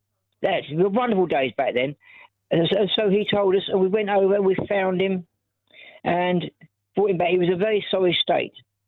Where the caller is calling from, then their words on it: London, United Kingdom; But we moved to the far end of the Boston Manor Road, where you get to Hanwell.